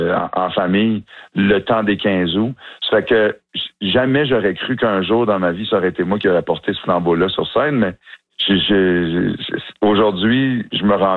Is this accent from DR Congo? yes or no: no; Tracadie, New Brunswick, Canada; moved away; Oui, j'ai grandi à Tracadie, c'est mon patelin. Ça fait 20 ans que je suis parti